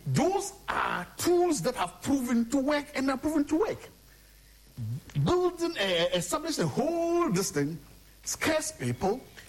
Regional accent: Tumu, Upper West, Ghana; You go to Tumu, my hometown, there's a market in Tumu.

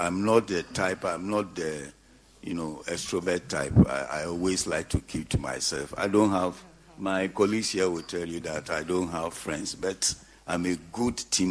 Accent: Takoradi, Western Region, Ghana; because we are all from Takrady, we tend to represent Takrady.

